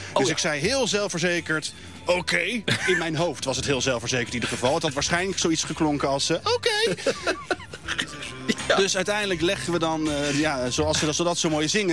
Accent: Voorburg, South Holland, Netherlands; Ik zat in de tweede van het Dalton Voorburg. Basketbalveldje. Ja. Achter het huis waar ik ben opgegroeid.

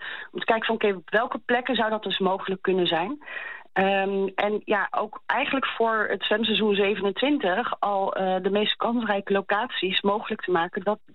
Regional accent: The Hague, South Holland, Netherlands; now in Alblasserdam, Netherlands; Nou, ik kom van Scheveningen, dus ik ben wel echt een strandmens. Maar momenteel zit ik in Alblasserdam

